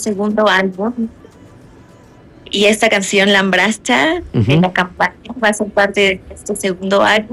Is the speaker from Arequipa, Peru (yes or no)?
no; Ayacucho, Peru; de donde yo soy, de Ayacucho